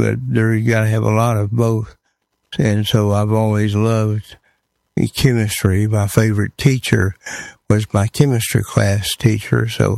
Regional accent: Mobile, Alabama, United States; born there; I was born in Mobile, but my dad was in the service and moved around, and so I never really lived there.

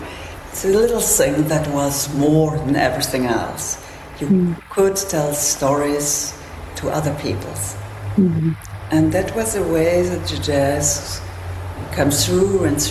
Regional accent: Vienna, Austria; So I grew up in the classical world in Vienna. That was also from the background of my parents.

